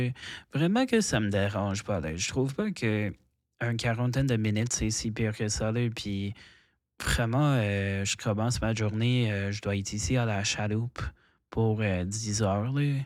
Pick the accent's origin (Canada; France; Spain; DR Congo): Canada; Nova Scotia; beaucoup de gens de mon coin, beaucoup de gens qui viennent du rive de l'Est. De la Nouvelle-Écosse, donc dans ma région